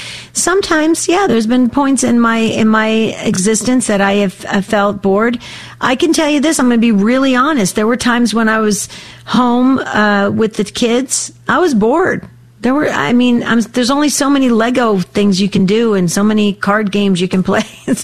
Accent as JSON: {"language": "English", "region": "New Jersey", "country": "United States", "tie": "born or raised there", "moved": "yes", "lives_now": "Arizona, United States", "said": "I grew up in Jersey. We don't have any grass in Arizona."}